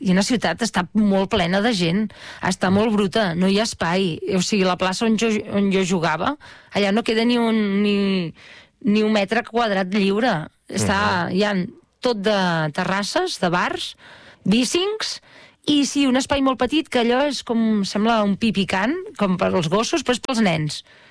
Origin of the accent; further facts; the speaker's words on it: Catalonia, Spain; Sí, jo realment és que no em sento d'enlloc, però em sento de Catalunya